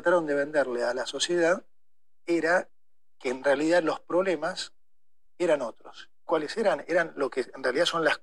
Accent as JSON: {"language": "Spanish", "country": "Argentina", "said": "uno tiene que estar como argentino."}